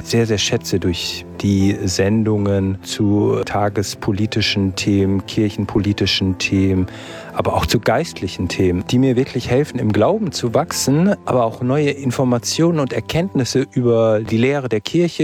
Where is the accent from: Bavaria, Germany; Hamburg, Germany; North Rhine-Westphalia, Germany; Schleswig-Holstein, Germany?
North Rhine-Westphalia, Germany; Langenfeld; ich komme aus Langenfeld